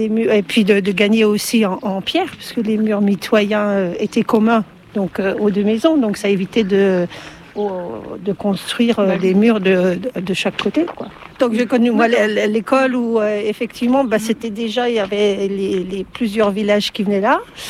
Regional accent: Ménil-la-Tour, Grand Est, France; donc j'habite Ménil, je suis née à Ménil. Donc, mon père était boulanger à Ménil. Donc, j'ai connu ce village dans son origine

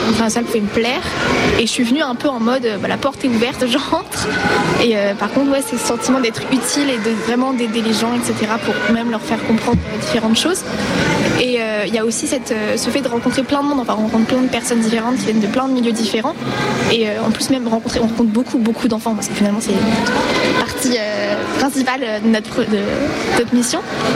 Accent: Nancy, Grand Est, France; donc on vient de Nancy.

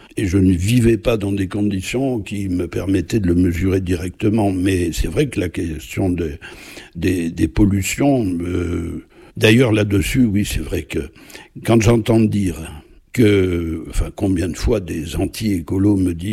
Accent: Luz-Saint-Sauveur, Occitanie, France; probablement mon enfance à Luce-Saint-Sauveur et le fait d'avoir pour voisin une famille de tout petits paysans, la famille Noguet

